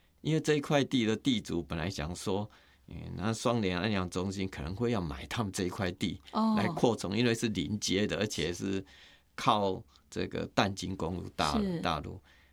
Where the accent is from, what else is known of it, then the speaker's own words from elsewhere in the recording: Puzi, Chiayi County, Taiwan; 在嘉义县埔子镇。